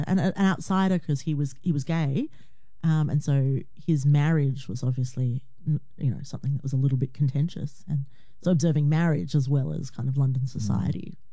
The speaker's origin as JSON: {"language": "English", "town": "Keilor", "region": "Victoria", "country": "Australia", "tie": "born or raised there", "lives_now": "Essendon, Australia", "said": "Yeah, that's right. I grew up in Keilor"}